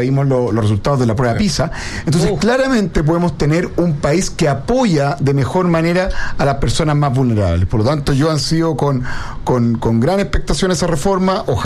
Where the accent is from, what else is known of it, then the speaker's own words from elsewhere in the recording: Chile; Y yo creo que como chilenos debemos estar relativamente, no sé si la palabra es contentos